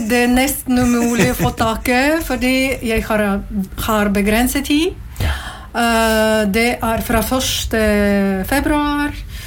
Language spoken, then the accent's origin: Swedish; Latvia; now in Norway; Jag kom från Latvia. Och så bor i Norge 14 år.